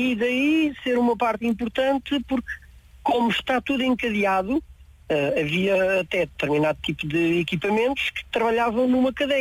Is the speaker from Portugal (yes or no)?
yes; Abrantes, Centro, Portugal; also born or lived in Lavradio; É de onde eu sou natural, sim.